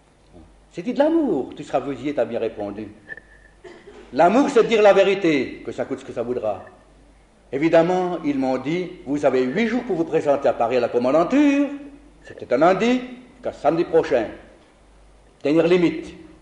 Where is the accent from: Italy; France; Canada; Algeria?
Italy; Deux officiers SS, puis un officier fasciste, puisque je suis italien, apparaît chez moi à domicile, et me dire, vous êtes italien, votre place est sur le front.